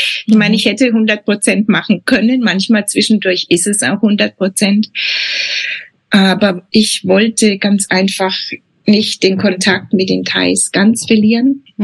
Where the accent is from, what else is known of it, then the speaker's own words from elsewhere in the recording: Bavaria, Germany; also ich bin aus dem Unterfränkischen